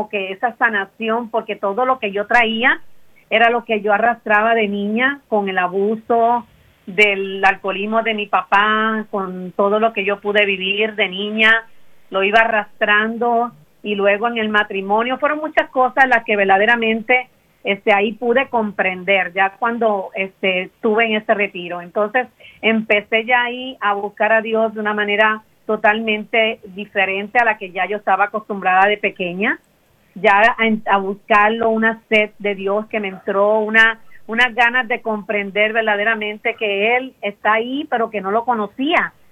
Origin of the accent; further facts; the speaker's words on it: Puerto Rico; moved away as an adult; now in United States; Pero lo que mi esposo trabajó, pues en mi país era un poquito difícil encontrar el trabajo, por eso fue lo que nos hizo dar el cambio a Estados Unidos, porque mi esposo pues trabajó para ser mecánico de avión, y entonces en Puerto Rico